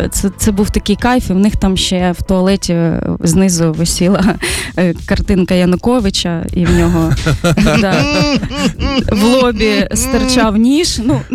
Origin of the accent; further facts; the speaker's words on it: Luhansk Oblast, Ukraine; moved away as an adult; now in Kyiv, Ukraine; Я з Луганської області